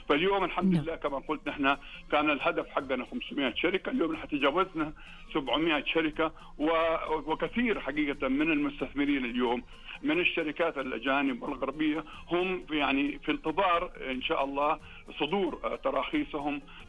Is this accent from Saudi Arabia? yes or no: yes; Saudi Arabia; نحن عندنا في السعودية هنا